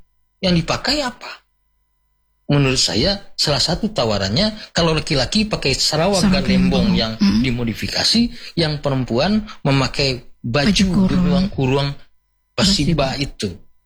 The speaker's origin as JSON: {"language": "Indonesian", "region": "West Sumatra", "country": "Indonesia", "said": "Kalau kita punya jati diri sebagai orang Minang, kita kenali, lalu kita cintai, dan kita banggakan."}